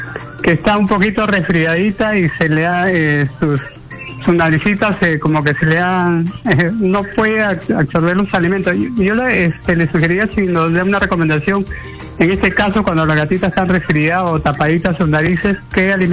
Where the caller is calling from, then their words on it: Chiclayo, Lambayeque, Peru; Estoy llamando de Chiclayo.